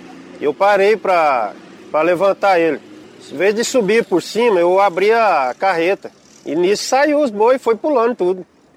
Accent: Goiás, Brazil; Sou goiano, moro em Goiás, Uruaçu, né? Interior de Goiás aqui.

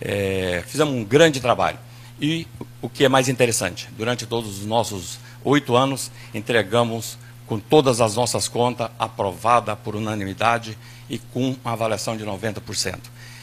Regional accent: Edéia, Goiás, Brazil; now in Vila Rica, Brazil; goiano, que vim de Edeia em 1982. Em 1985 voltei para servir o Exército.

